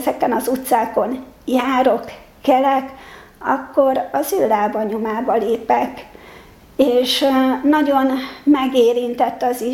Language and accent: Hungarian; Budapest, Hungary; Rádöbbentem, hogy én itt ezekben az utcákban látó gyermekként születtem, de amikor a látásomat elveszítettem, akkor bekerültem a vakok iskolájába, aztán a Teleki Blanka gimnáziumba jártam, az is itt Zuglóban